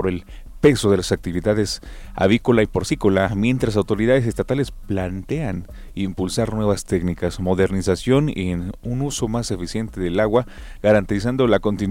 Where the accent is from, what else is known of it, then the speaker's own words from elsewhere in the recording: Tehuacán, Puebla, Mexico; Como mexicanos, como tehuacaneros y poblanos, hay que cuidar este recurso